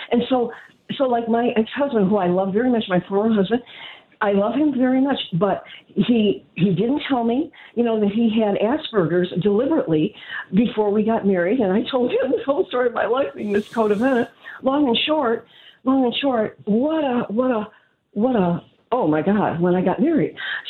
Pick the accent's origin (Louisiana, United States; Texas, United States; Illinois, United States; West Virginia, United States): Illinois, United States; Chicago; when I grew up in Chicago with all this trauma